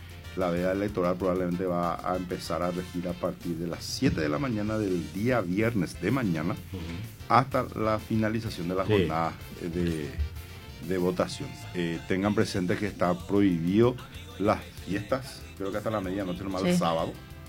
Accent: Paraguay

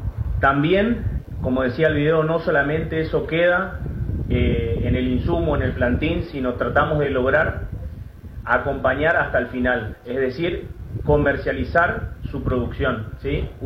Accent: Argentina; argentino.

